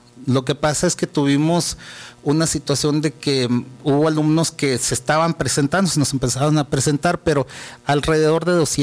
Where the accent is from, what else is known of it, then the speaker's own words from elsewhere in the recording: Agua Prieta, Sonora, Mexico; now in Cananea, Mexico; yo soy originario de Agua Prieta